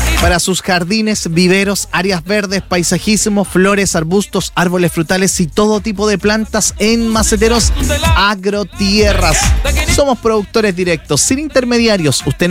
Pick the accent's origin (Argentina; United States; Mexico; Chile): Chile; nosotros, como chilenos y como personas, tenemos que prevenir